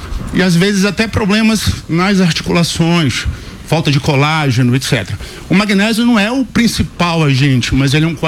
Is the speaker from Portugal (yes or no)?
no; Pará, Brazil; eu sou paraense.